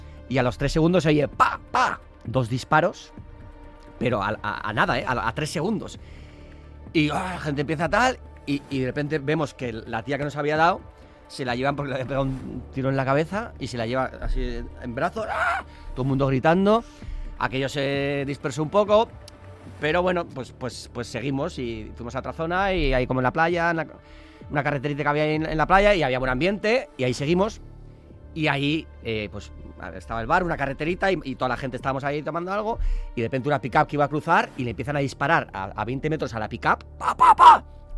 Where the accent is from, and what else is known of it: San Sebastián, Basque Country, Spain